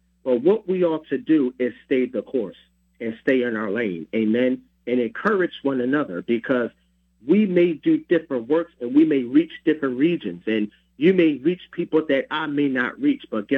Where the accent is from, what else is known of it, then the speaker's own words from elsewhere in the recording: Camden, New Jersey, United States; And now when you have an anointing to reach my hometown, Camden, New Jersey, then that means you have an anointing for Camden.